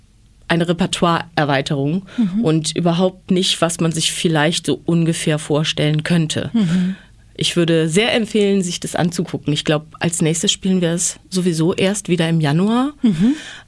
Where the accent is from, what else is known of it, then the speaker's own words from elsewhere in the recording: West Germany, Germany; born there; moved away as an adult; now in Thuringia, Germany; Ich bin eben total im Westen geboren, 1987, also kurz vor der Wende.